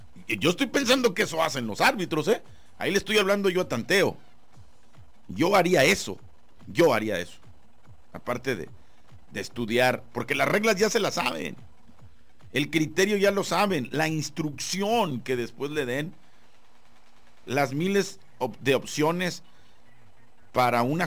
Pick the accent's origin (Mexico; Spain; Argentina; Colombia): Mexico; Guadalajara, Jalisco; Yo soy de Guadalajara.